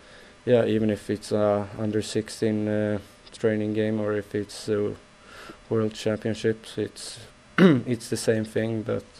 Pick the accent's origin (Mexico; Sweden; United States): Sweden; Västra Götaland; My hometown is pretty close to Gothenburg, so yeah, even since I started to play, like Frölunda has always been my team.